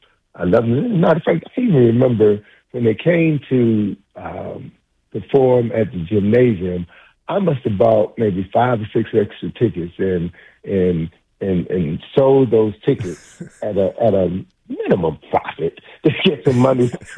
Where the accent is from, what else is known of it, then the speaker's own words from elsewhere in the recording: Chicago, Illinois, United States; I'm from Chicago.